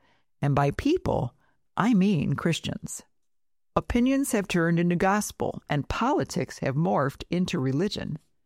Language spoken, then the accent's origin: English; California, United States; I grew up in California as an atheist. The Bible was not a part of my upbringing, nor was church.